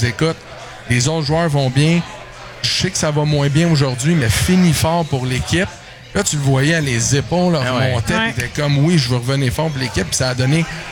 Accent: Quebec, Canada; moi, chez nous au Québec

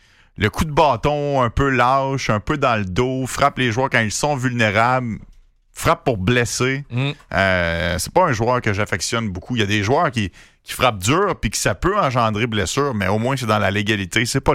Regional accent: Quebec, Canada; Je suis canadien-québécois, oui

